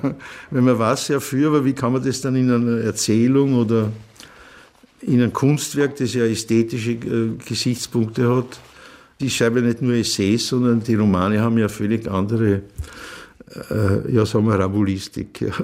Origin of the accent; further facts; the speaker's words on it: Vienna, Austria; das lernt man halt als Kind in Wien, nicht? Praktisch. Also für mich war das eine interessante Lebenswelt, weil ich habe mich überhaupt nicht arm gefühlt.